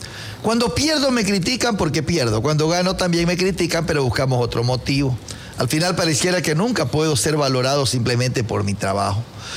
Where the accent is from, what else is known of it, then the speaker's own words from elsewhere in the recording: Ecuador; Soy ecuatoriano, soy entrenador y me dedico a trabajar.